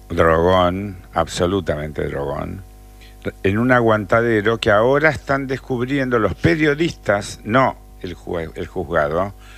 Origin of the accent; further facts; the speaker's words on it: Córdoba, Argentina; moved away; also born or lived in Santa Fe; yo viví en Córdoba, yo nací en la provincia de Santa Fe y luego me fui a la ciudad de Córdoba cuando tenía 7 años.